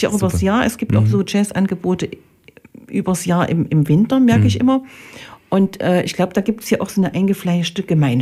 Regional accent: Germany; ich bin in der DDR groß geworden und ich weiß, dass es gar nicht so viel braucht, um glücklich zu sein.

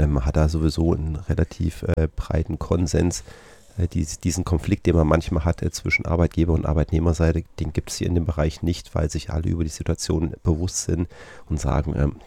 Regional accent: Thuringia, Germany; Ich komme aus dem Wartburgkreis

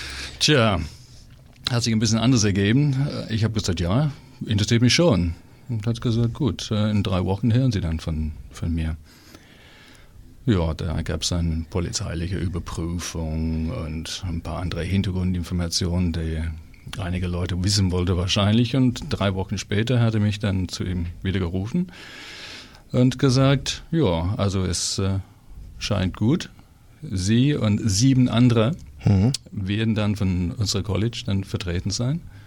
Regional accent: England, United Kingdom; German is a second language; moved away as an adult; also born or lived in Heidelberg / France / Switzerland / United States; now in Eisenach, Germany; Und zwar im Süden von England.

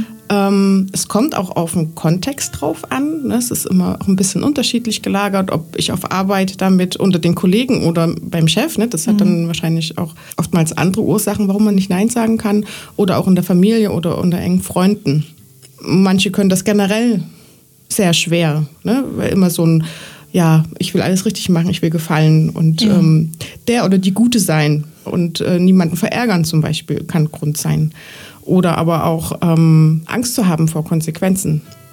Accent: East Germany, Germany; born there; Ich bin noch in der DDR geboren, ja.

